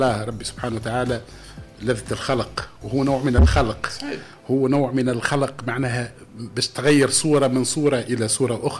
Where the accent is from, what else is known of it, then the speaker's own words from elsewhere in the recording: Bizerte, Bizerte Governorate, Tunisia; معش معناها نقول ضيف أنا ولد بنزرت لكن نقول ضيف لأنه الضيف ديما عزيز وغالي